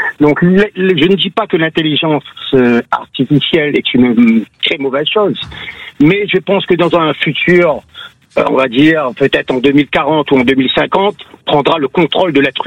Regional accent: Réunion, France; now in Canet-en-Roussillon, France; Moi, je viens de la Réunion. Ça fait pas longtemps que je suis ici. Je suis sur Canet en Roussillon.

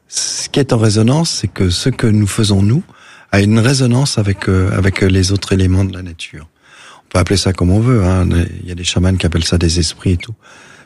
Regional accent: Moguériec, Brittany, France; je suis breton. Ma terre, elle est dans le Finistère Nord, près de Saint-Paul-de-Léon, Roscoff, un petit village moguériec, dans la baie de Morlaix. Il y a l'île de Bas.

